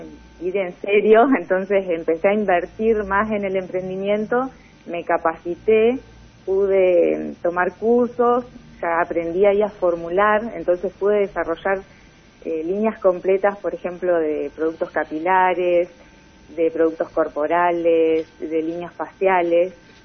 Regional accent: Argentina; now in Chuele; Soy nacida y crecida acá en La Marque.

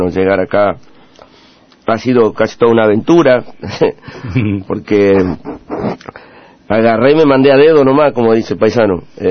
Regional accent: Ushuaia, Tierra del Fuego, Argentina; Vengo desde Ushuaia, Tierra del Fuego, capital de las Islas Malvinas.

